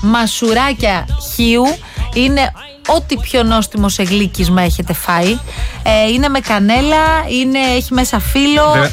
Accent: Crete, Greece; Εγώ τώρα που είμαι και από την Κρήτη

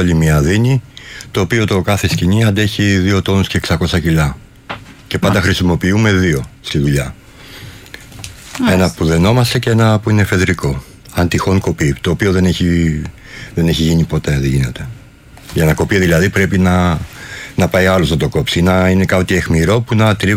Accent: Central Greece, Greece; Στη Φωκίδα, η Τέα Φωκίδας.

